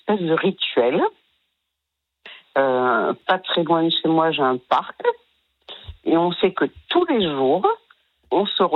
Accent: Le Tampon, Réunion, France; le hasard, c'est que je suis réunionnaise.

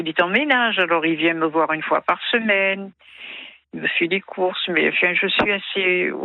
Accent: Toulon, Provence-Alpes-Côte d'Azur, France; born there; now in Six-Fours-les-Plages, France; moi je suis née ici, à Toulon, alors je voudrais rester ici.

